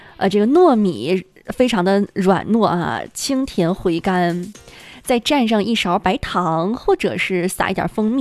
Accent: Harbin, Heilongjiang, China; 作为地道的哈尔滨人、东北人，我们从小啊几乎都是吃着甜粽长大的

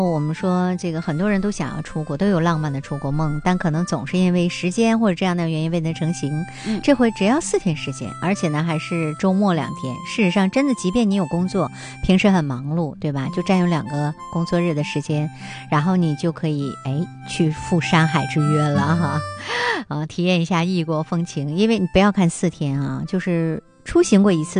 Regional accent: Harbin, Heilongjiang, China; 我们东北人啊，哈尔滨人啊

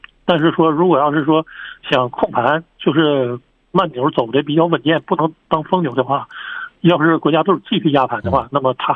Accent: China; 我们中国人

